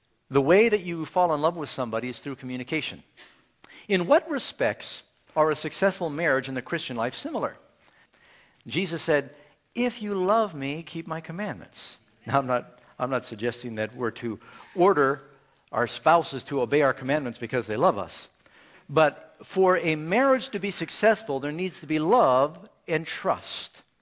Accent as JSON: {"language": "English", "town": "New York City", "region": "New York", "country": "United States", "tie": "born or raised there", "said": "John and I grew up in New York City."}